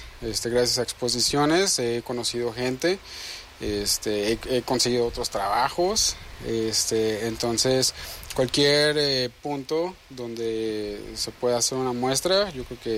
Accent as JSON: {"language": "Spanish", "town": "Autlán", "region": "Jalisco", "country": "Mexico", "tie": "born or raised there", "also_born_or_lived": "Guadalajara", "lives_now": "El Grullo, Mexico", "said": "Nací en Guadalajara, crecí en Autlán y actualmente vivo en el Grullo."}